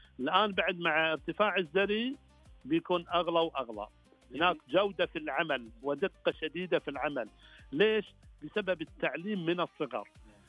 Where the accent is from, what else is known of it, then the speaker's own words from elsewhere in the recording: Al-Ahsa, Eastern Province, Saudi Arabia; accent: Hasawi; مثل ما نقول بالحساوي،